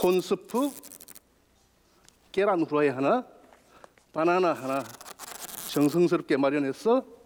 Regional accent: Tongyeong, South Gyeongsang, South Korea; now in Yongin, South Korea; 내 고향은 통영인데 영통을 거꾸로 하면 통영이기 때문이다. 통영의 아름다운 바다와 좋은 사람들이 그립다.

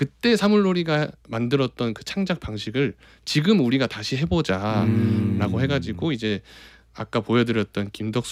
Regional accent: Jeju, South Korea; 네, 근데 이제 그 당시에는 제주도를 탈출하고 싶은 마음이 좀 컸거든요. 나는 서울에 가서 성공을 하겠다.

